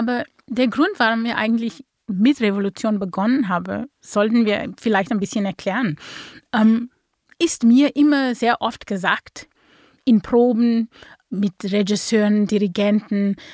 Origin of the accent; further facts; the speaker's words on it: South Africa; Südafrika komme. Und unsere Demokratie ist sehr jung. Dieses Jahr, glaube ich, sind 32 Jahre alt, ist mein Heimatland Demokratie.